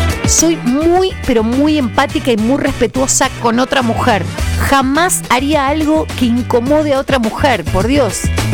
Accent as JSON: {"language": "Spanish", "town": "Punta Alta", "region": "Buenos Aires Province", "country": "Argentina", "said": "Punta Alta, sí."}